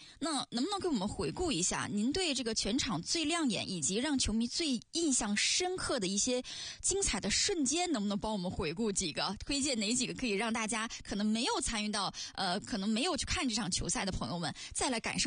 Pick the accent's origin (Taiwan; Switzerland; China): China; Yanbian, Jilin